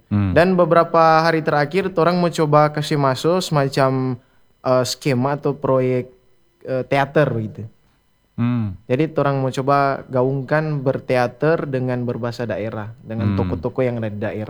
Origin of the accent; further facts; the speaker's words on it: Langowan, North Sulawesi, Indonesia; kita orang Lengoan pergi berkomunikasi dengan teman-teman yang ada di Manado, baru bicara berapa kalimat orang langsung mengirin, oh Lengoan ini